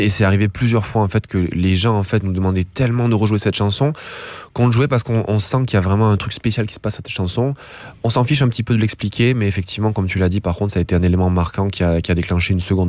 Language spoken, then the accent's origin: French; France; C'est devenu la blague en fait chez nous en France, ce truc-là.